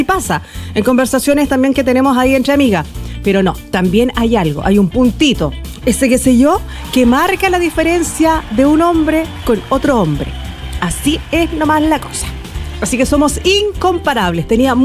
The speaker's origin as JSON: {"language": "Spanish", "town": "San Pedro", "region": "Biobío", "country": "Chile", "said": "pude apreciar ahí sobre todo de donde yo vengo en San Pedro, los chiquillos feriantes, comerciantes ya armando sus puestos"}